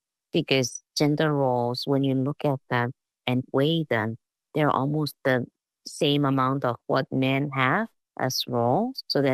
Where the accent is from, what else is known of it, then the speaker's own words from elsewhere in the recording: Chuuk, Micronesia; Well, the name Peace Battle, and that's where I grew up with my family, and it's a small island. We have to take the boat to ride from this island to the main island in Chuuk to go to school